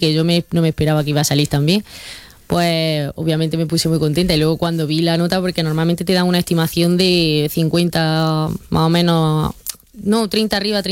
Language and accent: Spanish; Sabiote, Andalusia, Spain; a mí me gusta mucho mi pueblo, me gusta mucho estar cerca de mi gente y estar aquí en Sabiote.